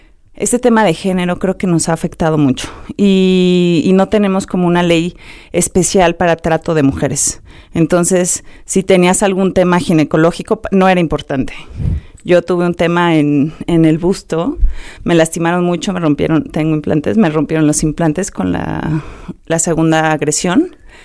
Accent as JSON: {"language": "Spanish", "country": "Mexico"}